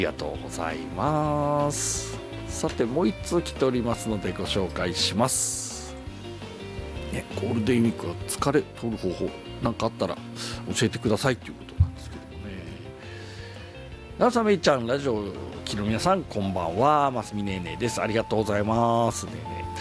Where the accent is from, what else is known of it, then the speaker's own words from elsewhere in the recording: Hokkaido, Japan; もう普通に使っちゃいますよね、まあ、北海道人だから。